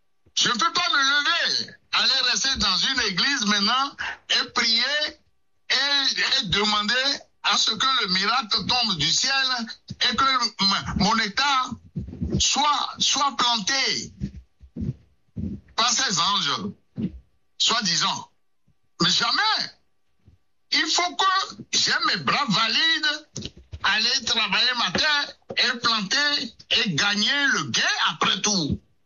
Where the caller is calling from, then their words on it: Benin; chez nous, au Bénin